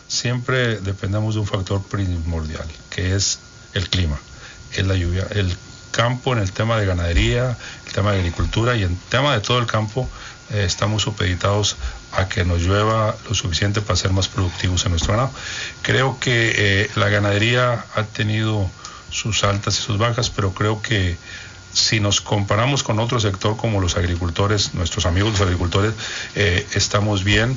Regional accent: Valle Hermoso, Tamaulipas, Mexico; now in Ciudad Victoria, Mexico; No, yo soy originario de Vallehermoso. Mi familia, mis padres y mi padre y mi madre son originarios de Durango. Estuve hasta la preparatoria en Vallehermoso.

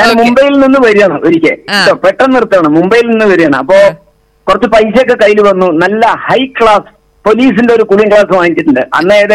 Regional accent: Alathur, Kerala, India; also born or lived in Mumbai; now in Kanjikode, India; എന്റെ ആലത്തൂര്, എന്റെ നാട് ആലത്തൂരാണ്, ആലത്തൂര് എന്റെ വീട്ടിന്ന് ഒരു 500 മീറ്റർ അപ്പുറത്താണ് പഞ്ചായത്ത് ഓഫീസ്.

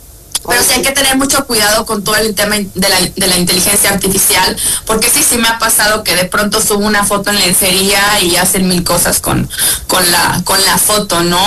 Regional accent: Mexico; moved away as an adult; now in New York, United States; ya no vivo acá, vivo en Manhattan, pero muy agradecida de regresar, a México con mi gente después de tantos años, 7 años.

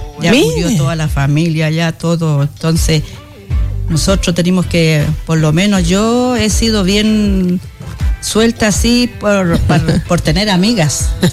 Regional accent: María Elena, Antofagasta, Chile; born there; also born or lived in Coya Sur; Yo nací en María Elena.

